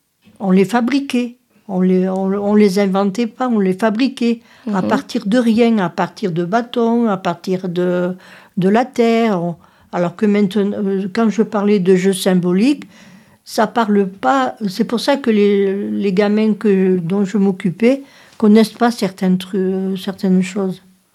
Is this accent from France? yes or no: yes; Southern France, France; accent: Midi; tu as vu, j'ai l'accent du midi.